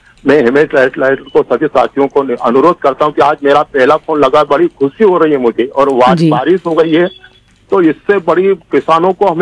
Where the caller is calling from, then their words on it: village near Shajapur district, Madhya Pradesh, India; बहुत शिक्षित परिवार गांव का है हमारा